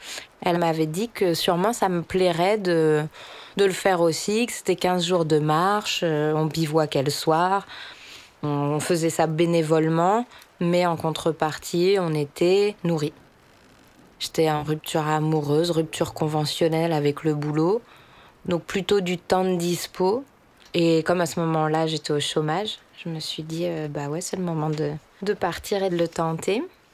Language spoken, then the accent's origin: French; Brittany, France; born there; now in Marseille, France; je vais avoir bientôt 36 ans. Je suis née en Bretagne, dans les Côtes d'Armor. Je vis actuellement à Marseille.